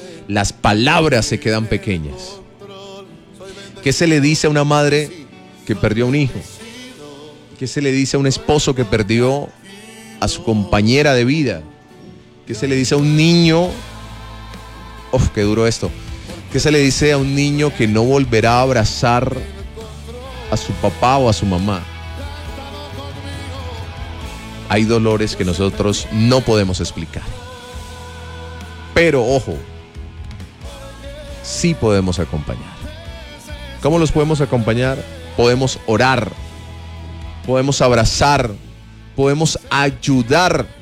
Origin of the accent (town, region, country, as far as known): Colombia